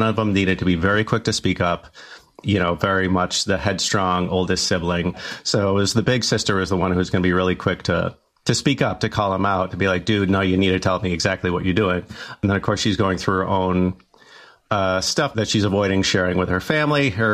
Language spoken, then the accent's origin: English; Chicago, Illinois, United States; I'm from the Chicago area. And so Michigan is our beloved neighbor.